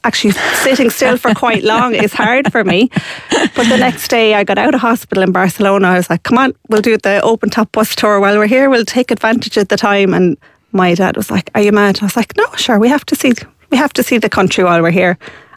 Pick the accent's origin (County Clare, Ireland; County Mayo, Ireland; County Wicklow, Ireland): County Clare, Ireland; Shannon; So my godchild did a GoFundMe in my hometown of Shannon in County Clare, and I raised 24,000, I think, in 2 days.